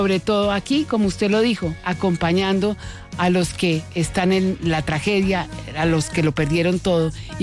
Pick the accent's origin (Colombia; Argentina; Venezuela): Colombia; Somos todos colombianos y con un granito de arena, con lo poquito, eso suma.